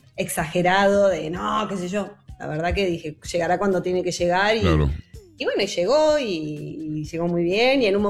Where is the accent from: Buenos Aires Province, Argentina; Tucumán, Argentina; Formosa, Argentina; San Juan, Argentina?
Buenos Aires Province, Argentina; Canning; born there; Yo viví un tiempo en Capital, pero la verdad, desde los 10 años que vivo en esta zona.